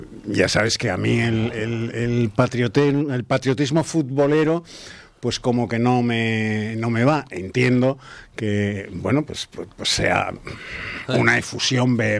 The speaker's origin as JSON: {"language": "Spanish", "country": "Spain"}